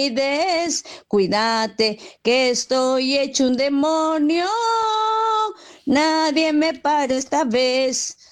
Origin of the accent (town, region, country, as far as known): Ramos Mejía, Buenos Aires Province, Argentina